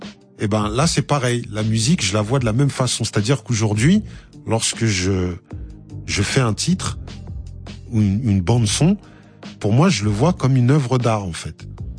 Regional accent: Aulnay-sous-Bois, Île-de-France, France; je viens d'Aulnay

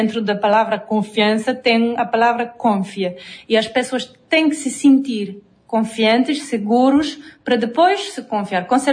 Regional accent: France; Portuguese is a second language; now in Guinea-Bissau; porque como francesa conhecemos mais o Senegal, o Mali, a Costa de Marfim, todos os países francófonos.

